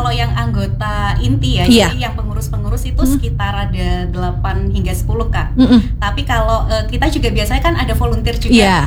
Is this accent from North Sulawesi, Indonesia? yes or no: no; Jember, East Java, Indonesia; Kalau dulu kebetulan aku dari Jember, jadi ada juga komunitas Ketimbang Ngemis Jember di sana.